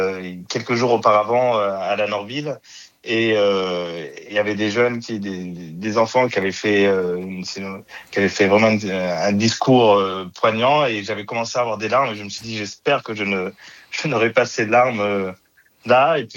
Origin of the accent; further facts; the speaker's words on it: Île-de-France, France; born there; je suis né en Hexagone, je suis né en Essonne, mais quand je vais en Martinique, je vois les inégalités.